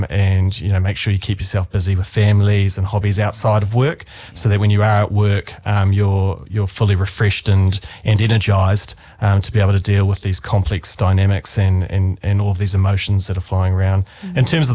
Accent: Christchurch, Canterbury, New Zealand; also born or lived in Dunedin; Yes. So I grew up in Christchurch originally. And then after high school, I ventured even further south to Dunedin, to Otago University to study law there.

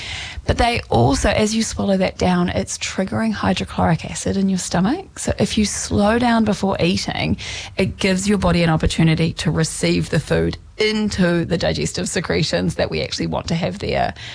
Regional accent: Wellington, New Zealand; moved away; You would never guess that I'm from Wellington originally

